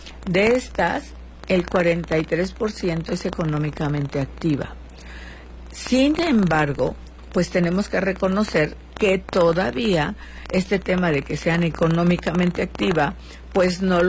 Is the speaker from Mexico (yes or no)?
yes; Chilpancingo, Guerrero, Mexico; moved away; Ayer estuve en un evento fenomenal en Chilpancingo, mi pueblo natal.